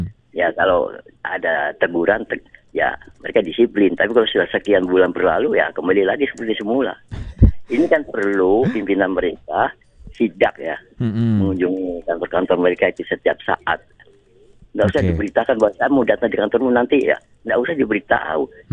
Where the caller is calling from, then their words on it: Makassar, South Sulawesi, Indonesia; Ya, kabar baik walaupun kadang-kadang masih ada hujan di Makassar.